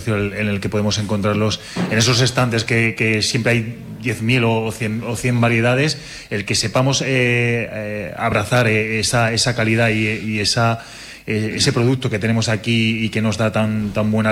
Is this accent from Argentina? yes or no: no; Córdoba, Andalusia, Spain; moved away; porque yo soy de Córdoba